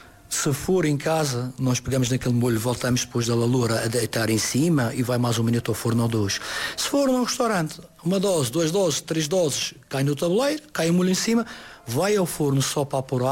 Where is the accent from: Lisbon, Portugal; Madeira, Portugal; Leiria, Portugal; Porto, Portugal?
Madeira, Portugal; Machico; hoje é da minha terra, grande terra